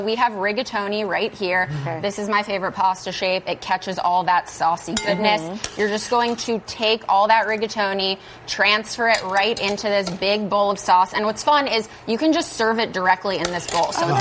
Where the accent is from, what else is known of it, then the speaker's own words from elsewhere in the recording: Chicago, Illinois, United States; Much cheese. Chicago.